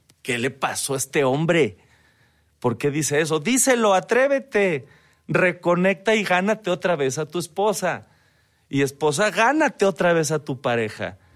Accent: Mexico; Mexicanos somos, hispanoamericanos

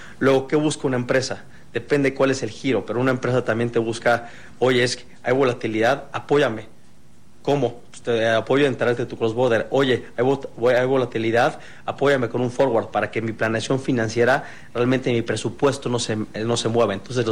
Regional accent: Mexico; cómo es nuestra cultura como mexicanos

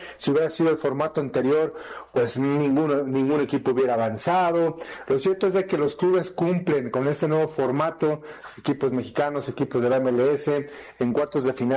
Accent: Mexico; nos da gusto, la verdad, como mexicanos, que la Liga MX haya impuesto.

